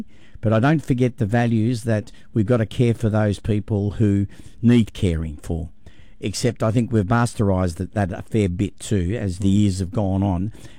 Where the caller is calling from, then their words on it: Australia; Because I feel that I'm an Australian